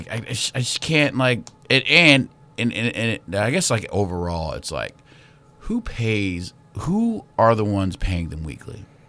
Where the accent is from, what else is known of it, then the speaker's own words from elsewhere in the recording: United States; as an American